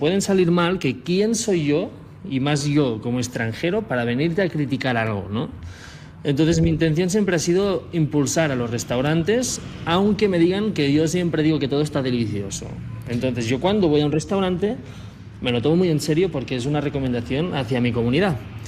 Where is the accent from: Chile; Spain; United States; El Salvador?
Spain; con qué criterio voy a recomendar yo, como un español que apenas ha probado comida, comida mexicana.